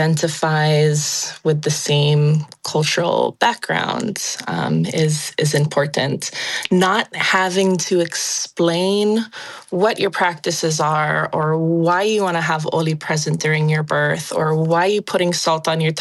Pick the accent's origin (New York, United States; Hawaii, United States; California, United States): Hawaii, United States; Puna; moved away as an adult; now in Kauai, United States; Maikane and I raise our four keiki on Kauai. I was raised in the Puna area of Hawaii Islands, but have been on Kauai for the last 20 years now.